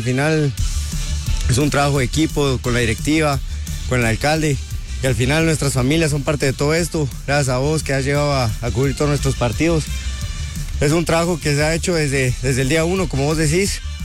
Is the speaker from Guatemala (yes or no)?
yes; Fraijanes, Guatemala Department, Guatemala; Es mi pueblo, mi gente.